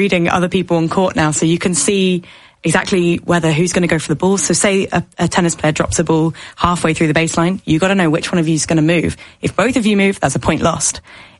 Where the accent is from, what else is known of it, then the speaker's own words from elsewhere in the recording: Wimbledon, London, United Kingdom; So I grew up around Wimbledon and I got to train and I got selected.